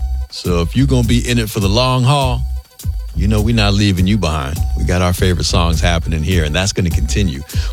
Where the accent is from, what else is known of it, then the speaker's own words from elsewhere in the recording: New York City, New York, United States; I remember growing up in the Bronx, New York